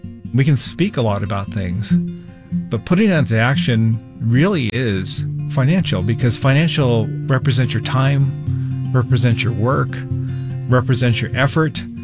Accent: Holiday, Utah, United States; I'm from Holiday, Utah.

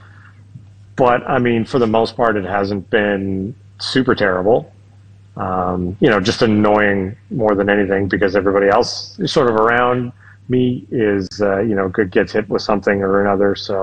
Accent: Canada; I'm a Canadian dealer

